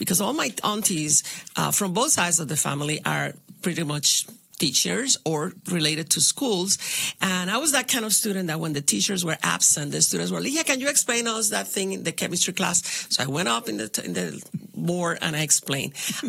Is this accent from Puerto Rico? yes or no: yes; Isabela, Puerto Rico; moved away; I'm from Isabela, Puerto Rico, in the northwest part of the island. And I come from a family that is well known. … We're very well known there. So I had a lot of family.